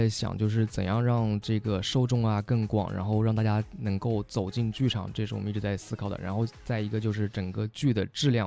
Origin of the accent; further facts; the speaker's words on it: Changsha, Hunan, China; moved away; 因为这个是我的家乡，最终还是要回到自己家乡去做一些这个事业。